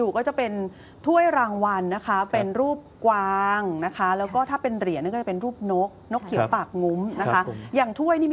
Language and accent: Thai; Southern Thailand, Thailand; ณจุดนี้เราคนใต้นะ